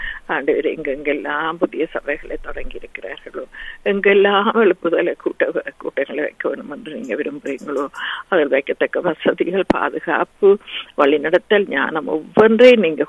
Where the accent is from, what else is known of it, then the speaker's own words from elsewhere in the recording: Sri Lanka; அன்பின் தேவனே, நாங்கள் பிறந்து வளர்ந்த இலங்கை தீவுக்காக உங்களை வருகிறோம் ராஜா.